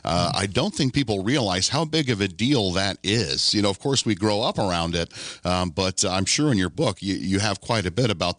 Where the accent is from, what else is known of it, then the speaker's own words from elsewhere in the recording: Bedford, Indiana, United States; also born or lived in Denver, Colorado; Even when I lived out west for a little while, you know, in Denver, you know, I was like, oh, I'm from Lawrence County. I'm from Bedford, Indiana.